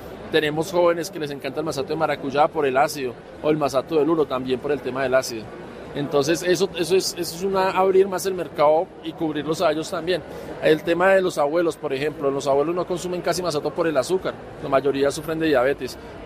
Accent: Bogotá, Colombia; born there; Mi papá tiene herencia caldense y soy Rolo por parte de mi mamá, pero yo soy nacido aquí en Bogotá, amo Bogotá.

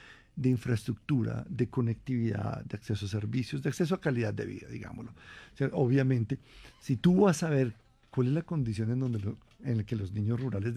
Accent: Colombia; Si nosotros como colombianos entendemos e interiorizamos, ajá, que llegará el momento en que tendremos que tributar para mantenerla.

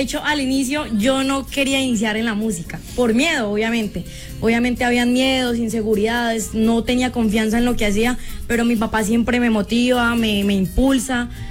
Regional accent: Villavicencio, Meta, Colombia; yo soy de acá, de Villavicencio del Meta, pero vengo construyendo mi carrera musical desde San José del Guaviare.

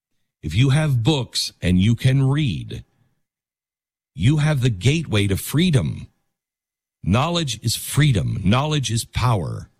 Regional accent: Seattle, Washington, United States; I moved from the West Coast, Seattle, where we had pineapple pizza all the time, Hawaiian pizzas. And that was part of my life growing up, Hawaiian pizza.

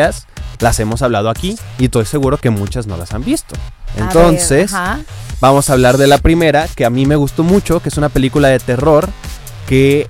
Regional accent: San Miguel de Allende, Guanajuato, Mexico; Yo soy de San Miguel de Allende.

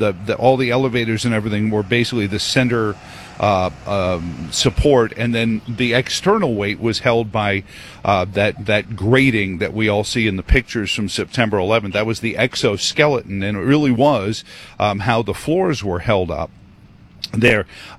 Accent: New York, United States; growing up in New York, I have an interesting view of this, and being somewhat of a nerdy kid

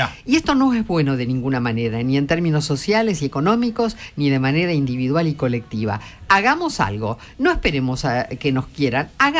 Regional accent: Saavedra, Buenos Aires Province, Argentina

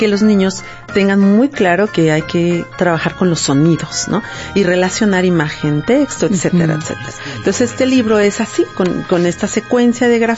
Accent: Jocotepec, Jalisco, Mexico; en Jocotepec lo acabo de presentar también, que es mi municipio, que es mi tierra.

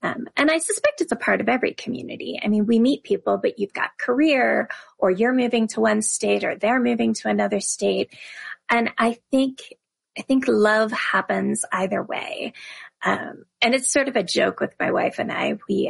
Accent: Appalachia, United States; and I go to Scotland regularly and I grew up in Appalachia. And so I wanted trees and nature

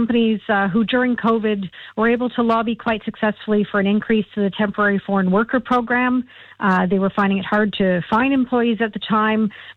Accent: Canada; also born or lived in Australia; It is the first thing I would have when I would get back home to Canada

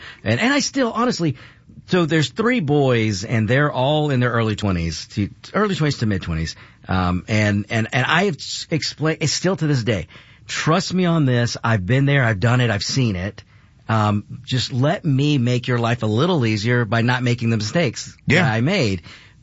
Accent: Atlanta, Georgia, United States; I grew up in Atlanta and my parents still live in the Tucker area.

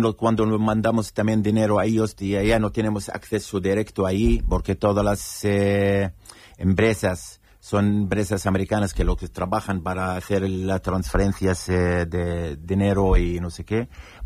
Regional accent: Bethlehem, West Bank, Palestine; Yo soy de Belén, por ejemplo.

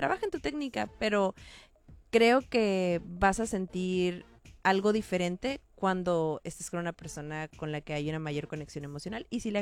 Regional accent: Mexico; somos mexicanos

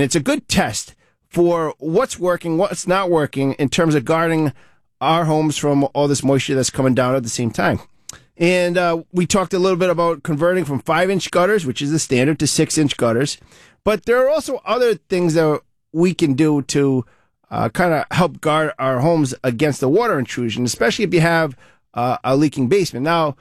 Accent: Providence, Rhode Island, United States; now in East Providence, United States; I grew up in one in Providence too. I grew up in the Honorable section of Providence in a home that was quite old

